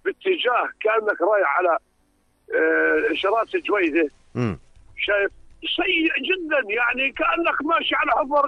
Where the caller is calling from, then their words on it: Amman, Amman Governorate, Jordan; بحكي معك تقريبا من ابو علنده، يعني بين الجويده وابو علنده